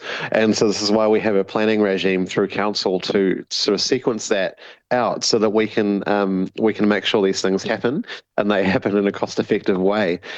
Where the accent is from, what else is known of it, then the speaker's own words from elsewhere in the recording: Auckland, New Zealand; And, you know, I'm from West Auckland. We're the capital of the screen industry in this country